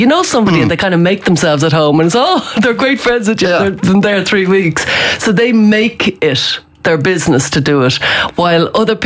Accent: Tullamore, Offaly, Ireland; I'm from Tullamore, everybody I know is around me, and that's what I need.

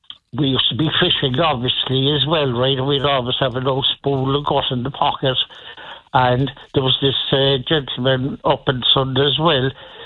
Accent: Cork, Munster, Ireland; born there; I do. I was born in Cork City in a very unusual place.

